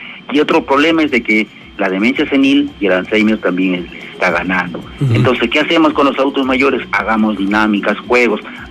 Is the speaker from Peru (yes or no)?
yes; Arequipa, Peru; Somos muy regionalistas, a veces se admiran cuando dicen ¿por qué los arequipeños tanto aman a su tierra?